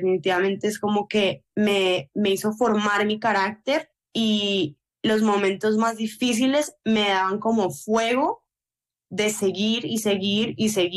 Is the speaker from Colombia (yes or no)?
yes; Colombia; moved away as an adult; also born or lived in Florida; Pero bueno, yo me fui de Colombia... Mi mamá me apoyó mucho